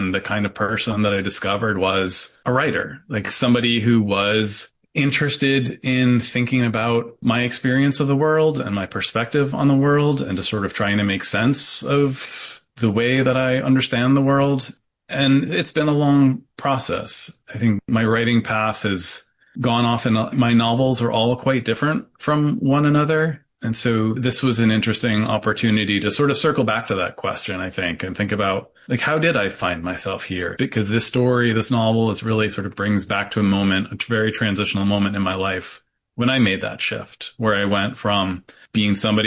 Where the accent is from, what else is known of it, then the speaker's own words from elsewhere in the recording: Syracuse, New York, United States; I'm not from rural New York. I'm from Syracuse, which is a reasonable sized city.